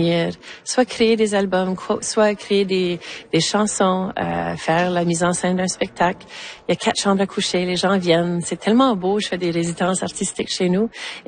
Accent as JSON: {"language": "French", "region": "Manitoba", "country": "Canada", "said": "comme chez nous au Manitoba particulièrement, on est vraiment comme, vraiment entouré d'anglais."}